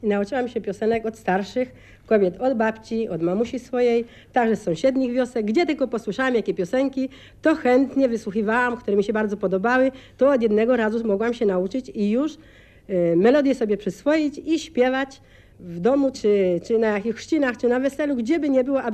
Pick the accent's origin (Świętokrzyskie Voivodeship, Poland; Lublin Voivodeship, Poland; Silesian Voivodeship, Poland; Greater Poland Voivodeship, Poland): Świętokrzyskie Voivodeship, Poland; Dębska Wola; U nas w Dębskiej Woli jest dużo śpiewaczek.